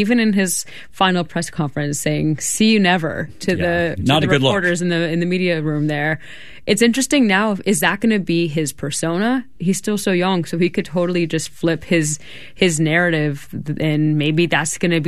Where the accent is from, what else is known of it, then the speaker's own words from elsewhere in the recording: Boston, Massachusetts, United States; I'm from Boston, and I had a hard time saying that.